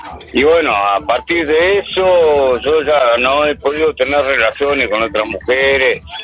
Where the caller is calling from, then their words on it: Santa Fe, Argentina; Desde Santa Fe.